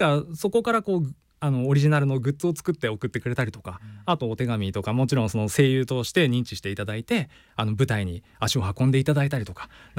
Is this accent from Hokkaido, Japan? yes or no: yes; Hokkaido, Japan; born there; accent: Hokkaido dialect; moved away; 日本に戻ってきて、で北海道に、あの大半はもう北海道で過ごして、で青春時代はもう北海道で過ごしたので、もう8割方どさんこと言っても過言ではないという感じですかね。